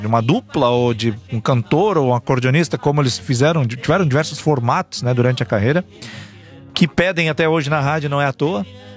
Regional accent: Rio Grande do Sul, Brazil; eu sou do Vale do Caí

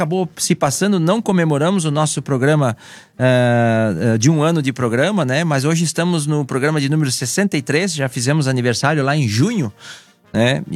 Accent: São Francisco de Paula, Rio Grande do Sul, Brazil; born there; now in Nova Petrópolis, Brazil; eu nasci do lado de um CTG. Nasci em São Francisco de Paula, no interior, de em Lajeado

